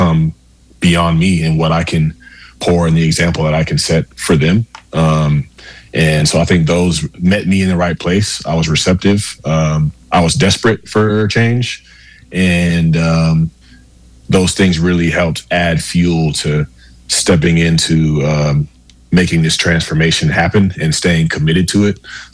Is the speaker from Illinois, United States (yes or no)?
no; Atlanta, Georgia, United States; I grew up in the Atlanta area